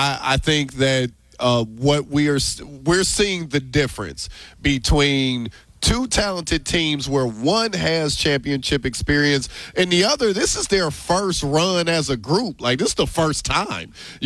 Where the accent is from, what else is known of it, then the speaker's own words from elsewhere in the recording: Cleveland, Ohio, United States; Yeah, I'm from Cleveland, dog.